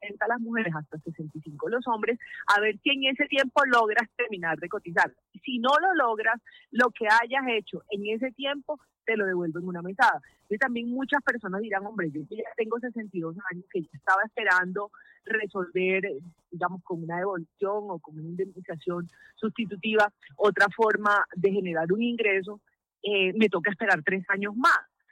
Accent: Colombia

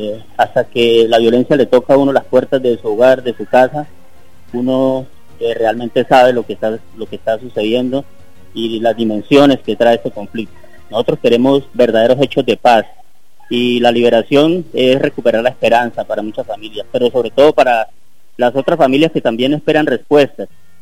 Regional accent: Arauca, Colombia; nosotros como colombianos queremos la paz. En el departamento de Arauca somos muchas las personas que queremos construir paz

